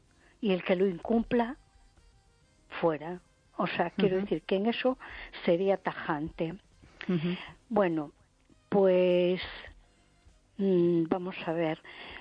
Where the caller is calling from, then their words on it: A Coruña, Galicia, Spain; de Coruña.